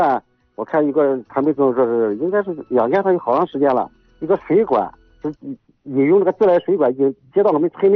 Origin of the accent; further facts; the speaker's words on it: Yuncheng, Shanxi, China; 我们老家。 嗯， 就是盐湖区三六里镇，